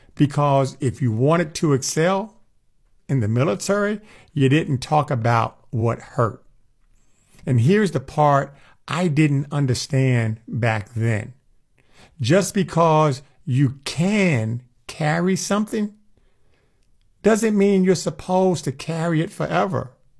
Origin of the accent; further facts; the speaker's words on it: New York City, New York, United States; Even as a young kid growing up in New York City, you know, where life is fast, life is hard